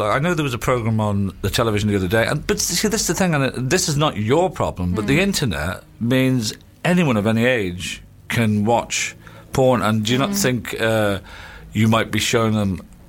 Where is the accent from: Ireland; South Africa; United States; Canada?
Ireland; You know, I'm Irish, so I'm not using that as an excuse.